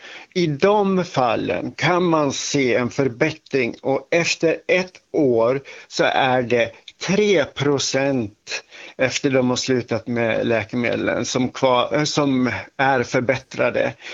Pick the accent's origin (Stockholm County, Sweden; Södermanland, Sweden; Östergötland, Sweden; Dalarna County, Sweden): Dalarna County, Sweden; accent: västerdalska; jag kommer från Dalarna, så jag och pratar västerdalska